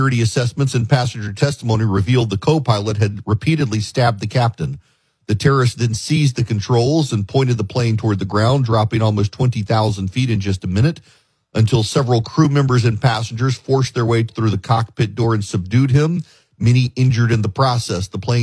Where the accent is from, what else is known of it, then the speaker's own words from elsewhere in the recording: Dubai, United Arab Emirates; So I grew up in Dubai. When I was a kid, you could make a phone call from Dubai to Tel Aviv.